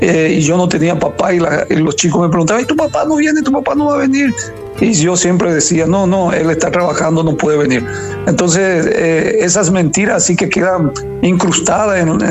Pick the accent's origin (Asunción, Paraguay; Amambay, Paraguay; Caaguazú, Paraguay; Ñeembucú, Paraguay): Asunción, Paraguay; now in Brazil; Yo soy asunceno, nací en Asunción del Paraguay. Vengo de una familia disfuncional